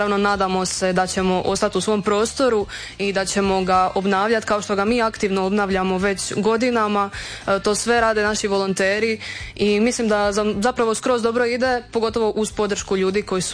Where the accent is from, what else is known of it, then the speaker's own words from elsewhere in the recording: Zagreb, City of Zagreb, Croatia; now in Split, Croatia; ja sam inače iz Zagreba i kad sam došla ovdje